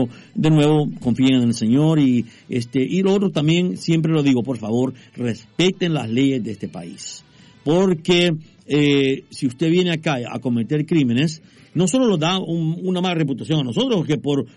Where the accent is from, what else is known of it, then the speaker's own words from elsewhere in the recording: El Salvador; now in United States; puedo hablar por los salvadoreños porque soy salvadoreño